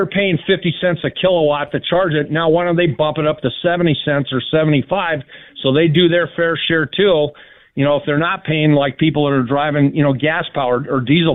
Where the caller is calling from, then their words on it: Palm Springs, California, United States; the guy that calls you when I come out from the Palm Springs area.